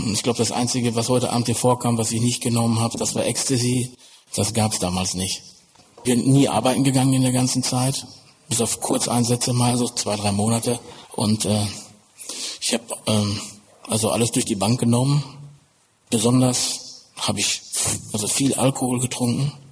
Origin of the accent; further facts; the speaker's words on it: North Rhine-Westphalia, Germany; Ich bin aufgewachsen im Ruhrgebiet als Sohn eines Bergmanns und hatte auch eigentlich ein gutes Elternhaus, also nicht ein schlechtes Elternhaus.